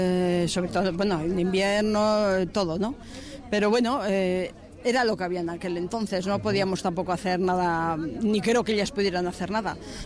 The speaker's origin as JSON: {"language": "Spanish", "town": "Arbulo", "region": "Basque Country", "country": "Spain", "said": "soy de Arbulo y en estos momentos soy la presidenta de la Asociación de Mujeres Agricultoras y Ganaderas de Álava."}